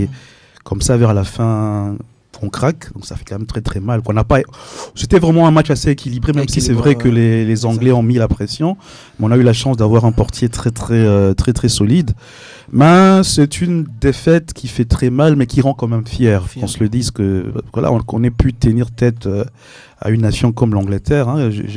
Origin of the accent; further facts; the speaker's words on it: DR Congo; en tant que Congolais, ça crée quand même une fierté.